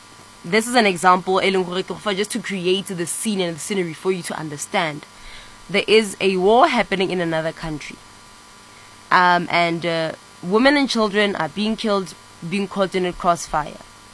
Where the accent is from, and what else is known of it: South Africa